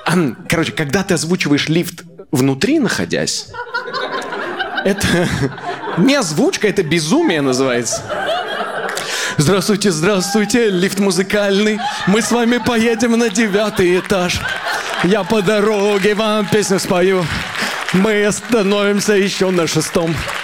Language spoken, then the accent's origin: Russian; Kazakhstan; я сам из Казахстана